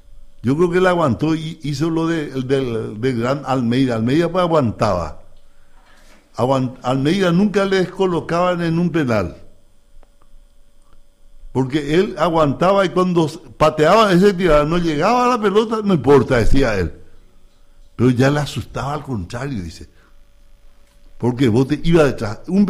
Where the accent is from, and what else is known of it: Paraguay